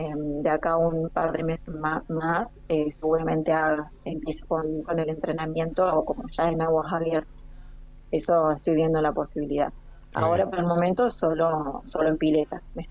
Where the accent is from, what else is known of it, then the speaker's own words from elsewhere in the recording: Caleta Olivia, Santa Cruz, Argentina; born there; Mis papás no, yo y mis hermanos sí, nacimos todos en Caleta.